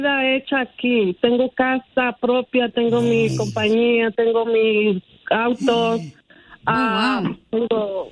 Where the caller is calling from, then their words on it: Denver, Colorado, United States; Vivo en Denver.